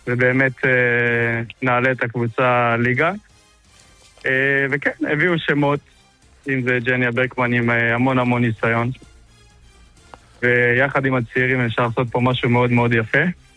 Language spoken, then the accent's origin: Hebrew; Sha'ar HaGolan, Northern District, Israel; moved away as an adult; ההחלטה הגיעה בעיקר בעקבות המעבר שלי לצפון, חזרתי לקיבוץ איפה שגדלתי בשער הגולן